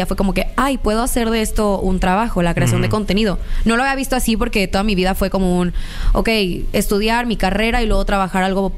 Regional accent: Reynosa, Tamaulipas, Mexico; also born or lived in Monterrey; Yo nací en Monterrey, pero toda mi infancia la viví en Reynosa.

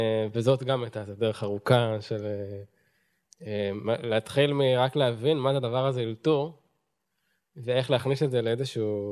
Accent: Afula, Northern District, Israel; שם גדלתי.

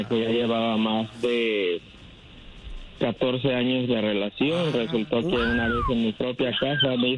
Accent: Uruapan, Michoacán, Mexico; now in United States; yo la traigo de mi pueblo

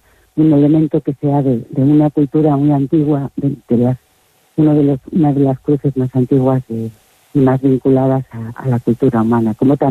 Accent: Salientes, Castile and León, Spain; born there; mi pueblo está muy cerca de Babia

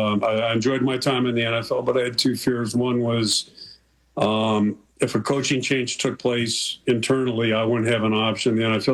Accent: Pittsburgh, Pennsylvania, United States; moved away as an adult; Yeah, I didn't know much about the Big Ten when I got here in 1981, growing up in Pittsburgh.

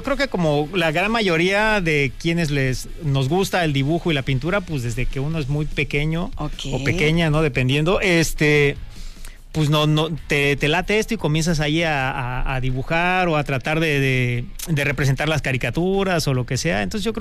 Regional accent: Coyuquilla Norte, Guerrero, Mexico; Y fue en mi pueblo, Coyuquilla Norte, un pueblo hermosísimo en la Costa Grande, aquí del estado de Guerrero, perteneciente al municipio de Petotlán

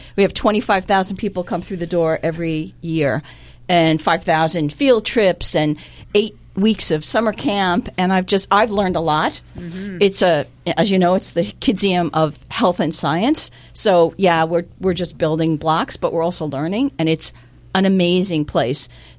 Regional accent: New York City, New York, United States; now in Springfield, United States; Born and raised, sir. Yep, 10 of us in a 3-bedroom apartment.

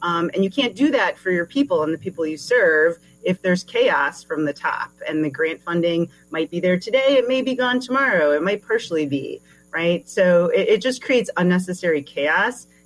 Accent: Wisconsin, United States; born there; So I actually was born in Wisconsin. So I have a lot of family up there in Wisconsin near Milwaukee.

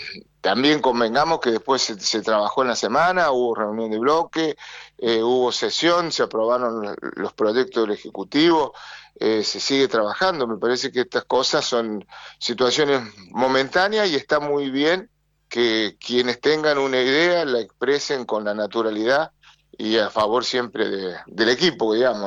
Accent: Argentina; nosotros también como argentinos somos conscientes.

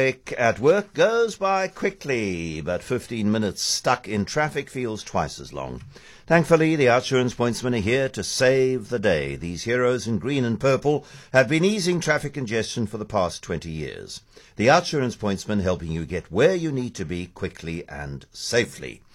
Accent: Eastern Cape, South Africa; moved away; I come from the Eastern Cape. I was at Dale

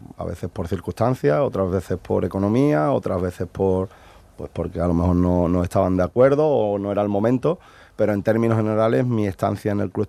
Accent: Cádiz, Andalusia, Spain; Yo también he sido muy de la opinión, porque también he sido canterano y soy gaditano

